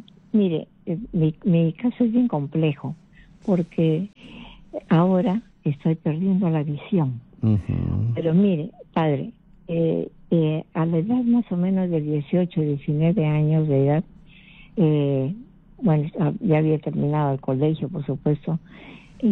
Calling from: Lima, Peru; Yo hablo de Chorrillos.

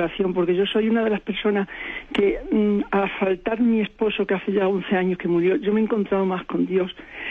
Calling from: Salamanca, Castile and León, Spain; Le llamo desde Salamanca

